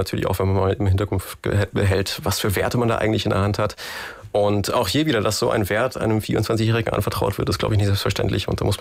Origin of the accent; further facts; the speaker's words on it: Munich, Bavaria, Germany; Gerade als Südländer aus Bayern